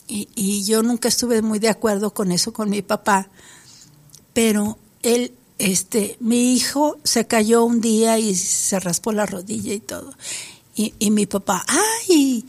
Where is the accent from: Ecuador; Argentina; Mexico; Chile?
Mexico; cómo somos los mexicanos.